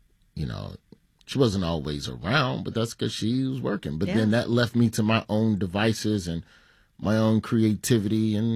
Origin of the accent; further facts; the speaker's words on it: Memphis, Tennessee, United States; You know, I spent so much time all over the South, though. You know, goodness gracious. We grew up in Memphis.